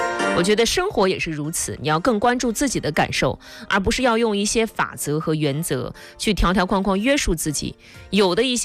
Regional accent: Shandong, China; 我就是越来越了解山东之后，越发的热爱自己的家乡。

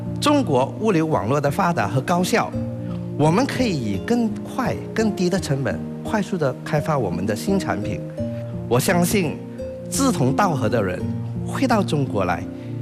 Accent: Malaysia; moved away as an adult; also born or lived in Shenzhen, China; now in Jining, China; 我呢，从小是在马来西亚出生成长的。那么因为中国的改革开放，2008年，我才有机会外派到深圳洽谈业务。

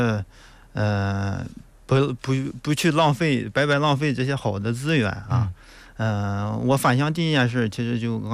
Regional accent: Rizhao, Shandong, China; also born or lived in Qingdao; now in Feicheng, China; 我是老家是日照人。

